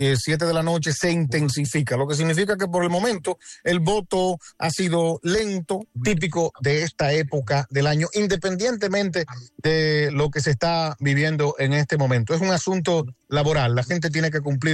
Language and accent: Spanish; Dominican Republic; now in New York, United States; yo soy dominicano.